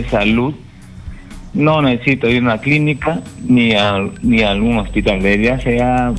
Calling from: Campanilla, San Martín, Peru; estoy llamando de Campanilla, San Martín.

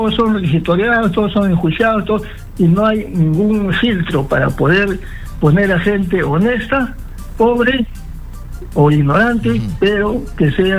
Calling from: Chiclayo, Lambayeque, Peru; le llamo de Chiclayo.

